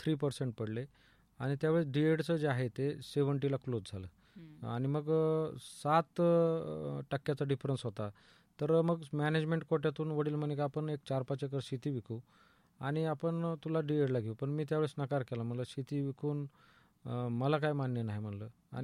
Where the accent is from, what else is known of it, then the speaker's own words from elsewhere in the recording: Maharashtra, India; moved away as an adult; also born or lived in Nannaj; now in Chhatrapati Sambhajinagar, India; माझं बालपण जे आहे ते जामखेड तालुका आणि धोंडपारगाव या खेडेगावामध्ये झालं। तसं मी खेडेगावातूनच आहे, पण व्यवसायाच्या निमित्तानं मी संभाजीनगर शहरामध्ये वाळूजा माडीशीला गेलो